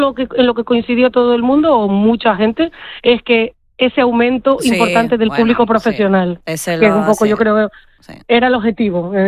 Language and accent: Spanish; La Palma, Canary Islands, Spain; moved away; Yo me voy a La Palma, mi amor, porque tengo que hablar del bar La Cueva en mi pueblo